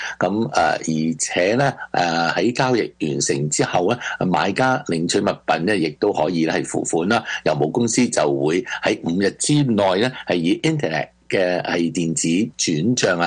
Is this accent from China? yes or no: no; Canada; 等到我哋加拿大人咧進行二手買賣嘅時候咧